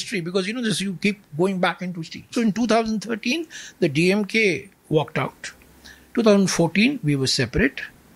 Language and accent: English; Karnataka, India; I'm from Karnataka.